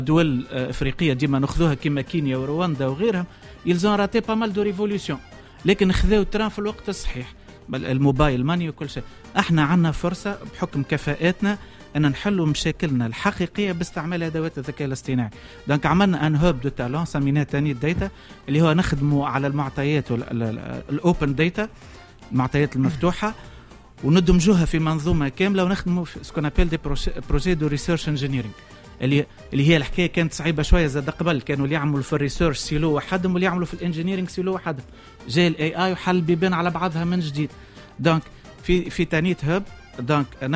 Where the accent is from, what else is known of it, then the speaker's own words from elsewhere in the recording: Tunisia; عندنا في تونس